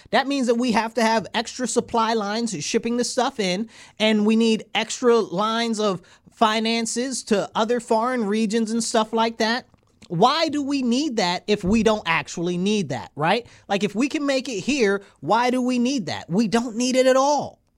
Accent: United States; Because I'm an American.

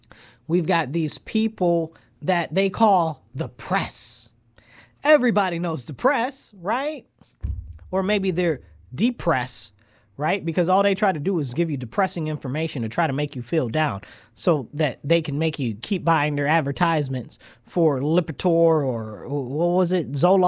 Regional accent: United States; I'm American.

